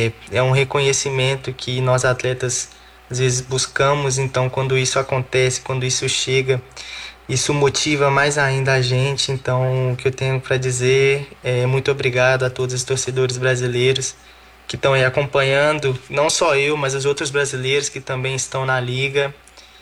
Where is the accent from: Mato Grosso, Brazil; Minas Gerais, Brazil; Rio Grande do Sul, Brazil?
Minas Gerais, Brazil; Belo Horizonte; moved away as an adult; now in Leverkusen, Germany; eu sou natural de Belo Horizonte, tenho 23 anos de idade, eu estou indo para o meu terceiro ano aqui na Europa